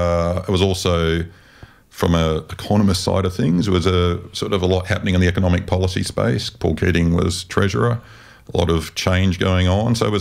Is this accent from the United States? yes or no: no; Adelaide, South Australia, Australia; I grew up in Adelaide